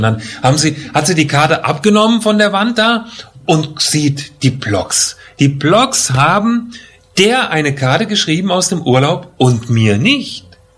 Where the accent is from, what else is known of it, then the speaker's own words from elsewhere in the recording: Germany; Das können wir uns doch gut vorstellen, wir als Deutsche.